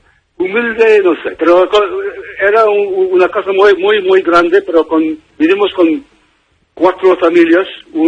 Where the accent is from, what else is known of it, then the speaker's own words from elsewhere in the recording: London, United Kingdom; Spanish is a second language; also born or lived in Barcelona / Madrid; Sí, me nací en Summerstone, sí, es verdad.